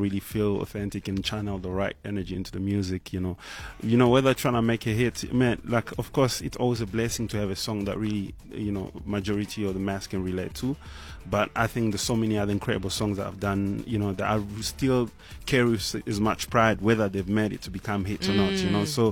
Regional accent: Goma, North Kivu, DR Congo; moved away; I'm named after my hometown, Goma.

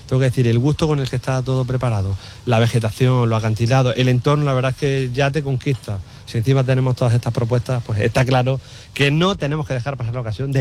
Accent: Cabo de Gata, Andalusia, Spain; Yo soy de la Salina de Cabo Gata, o sea, imagínate. Estoy viendo mi casa desde aquí

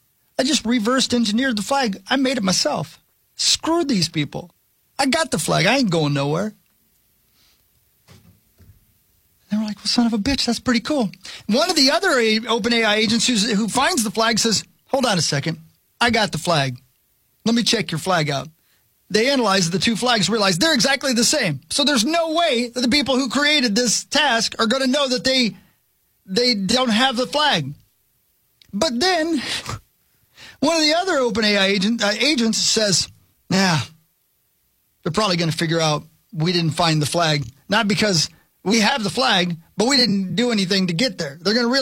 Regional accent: Indiana, United States; born there; I was born in Indiana and you can tell.

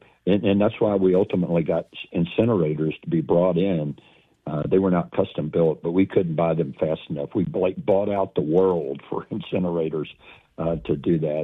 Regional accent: Deep South, United States; Mine was growing up in the deep south

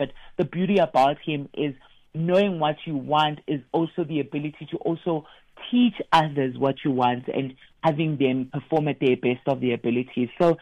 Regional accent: South Africa; You're going to love to see what it's like to get married as a South African, all the drama that happens, but also just the beauty of us as a nation.

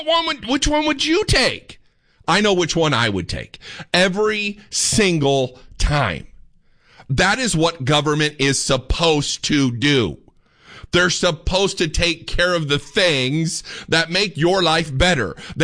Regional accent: Indiana, United States; I'm from Indiana. I like it cold.

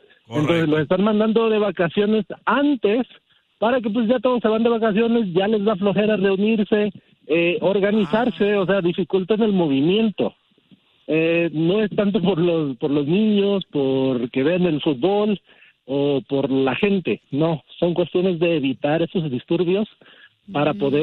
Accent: Santa Ana, California, United States; now in Mexico; yo crecí en Estados Unidos

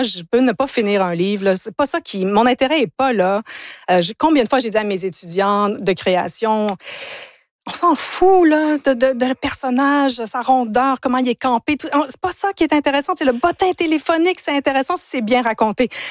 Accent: Ontario, Canada; first language English; also born or lived in United States / England; Moi, je suis franco-ontarienne au départ, donc j'ai grandi dans l'univers anglophone. J'ai vécu aux États-Unis, en Angleterre. Donc, l'anglais, c'est un peu ma langue maternelle d'une bizarre de façon.

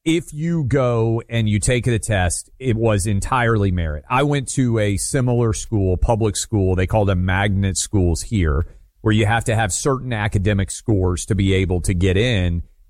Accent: Tennessee, United States; and my home state of Tennessee.

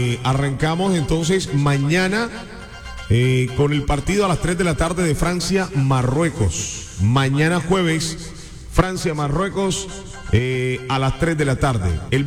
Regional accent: Colombia; independientemente de lo que haya pasado como colombiano, a mí me dolió muchísimo.

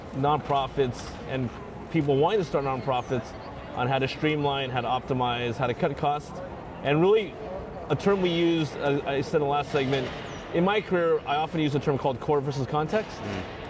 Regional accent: Alameda, California, United States; today's guest is also from my hometown of Alameda, near San Francisco, California.

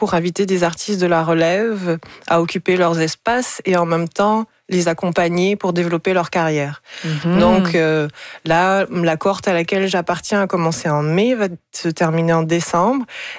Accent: Gabon; Moi, j'ai grandi au Gabon.

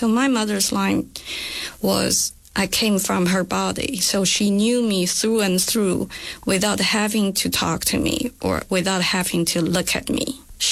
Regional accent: China; So I grew up in China, and for instance, when I was little

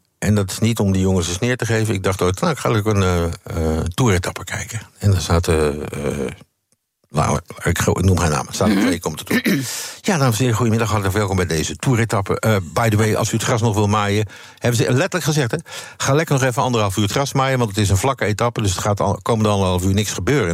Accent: Netherlands; als Nederlander

